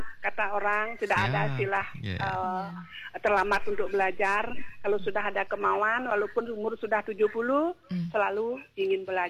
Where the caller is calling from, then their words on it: Bali, Indonesia; Karena kita orang Bali.